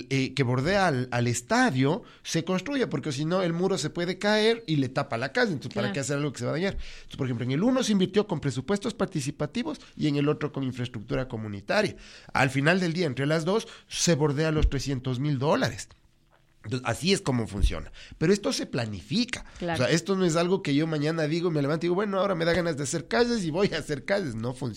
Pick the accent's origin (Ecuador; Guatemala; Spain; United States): Ecuador; Quito, Pichincha; Bellavista de Calderón, que es de donde yo vengo, hace 6 años no teníamos casas, no teníamos vías, éramos un barrio privado. Privado de todo. No teníamos agua, no teníamos alcantarillas, de nada.